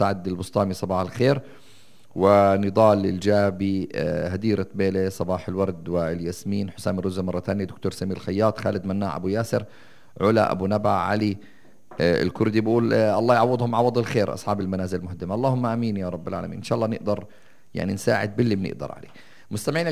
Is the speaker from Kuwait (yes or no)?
no; Palestine; إحنا كمنظومة كفلسطينيين